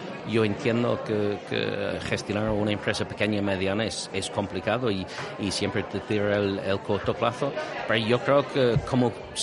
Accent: United Kingdom; Spanish is a second language; now in Spain; Me estás preguntando como británico

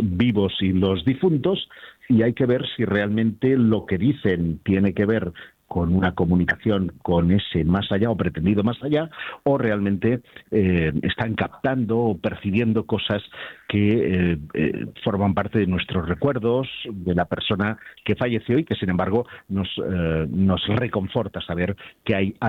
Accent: Terrassa, Catalonia, Spain; born there

